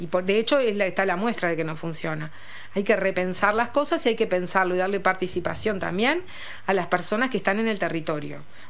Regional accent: Florida, Uruguay; also born or lived in Maldonado; now in Montevideo, Uruguay; estoy en Montevideo y recorro todo el país, pero también, como dijo Milka, soy originaria de Florida, también trabajé en Maldonado.

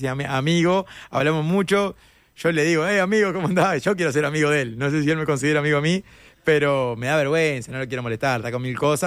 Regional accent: Uruguay

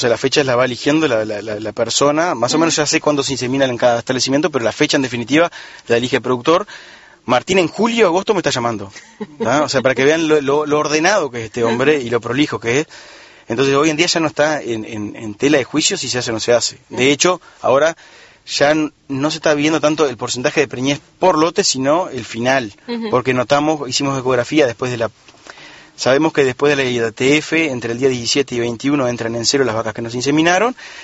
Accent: Paso de los Toros, Tacuarembó, Uruguay; moved away as an adult; Vos sabés que yo soy de Paso de los Toros

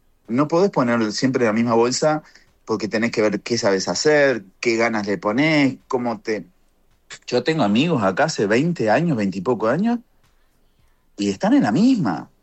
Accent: Maldonado, Uruguay; now in Miami, United States; No es lo mismo, Punta del Este, yo soy de Maldonado. Punta del Este es una cosa, y donde yo vivía, Maldonado es otra.

